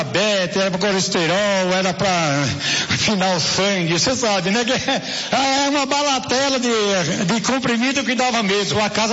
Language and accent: Portuguese; Jundiaí, São Paulo, Brazil; Eu sou lá da cidade de Jundiaí.